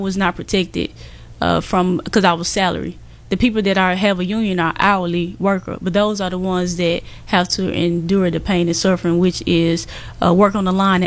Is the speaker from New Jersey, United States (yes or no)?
no; Indianola, Mississippi, United States; moved away as an adult; now in Chicago, United States; I am originally from Indianola, Mississippi. And to be honest, I just wanted to leave Mississippi for a better opportunity. And I come to Chicago